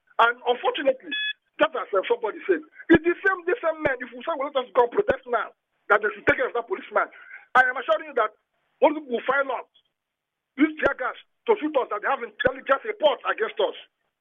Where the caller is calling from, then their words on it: Port Harcourt, Rivers, Nigeria; I'm coming from Port Harcourt.